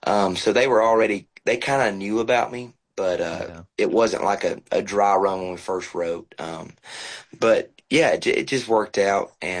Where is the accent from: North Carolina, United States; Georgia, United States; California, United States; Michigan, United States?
Georgia, United States; we have the same timbre in the same talking voice just because we're Southern boys from Georgia.